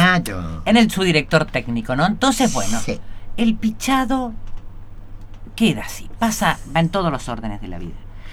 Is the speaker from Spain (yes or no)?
no; Argentina